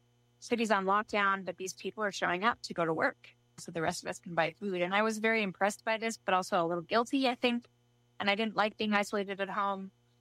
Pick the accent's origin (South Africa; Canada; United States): United States; Utah; moved away as an adult; I moved back, I thought temporarily, to my home state of Utah to regroup, figure out what was next.